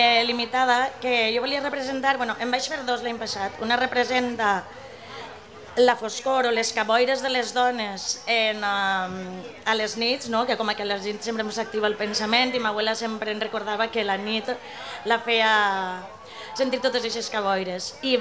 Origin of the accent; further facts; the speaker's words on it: Oliva, Valencian Community, Spain; now in Pego, Spain; d'oliva, que és el meu poble, i el meu poble adoptiu, que és Pego, on estic super a gust